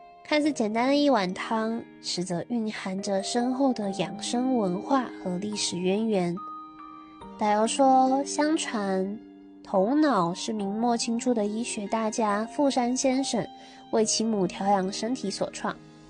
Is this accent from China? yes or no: no; Taiwan; Hello， 大家好，我是来自台湾的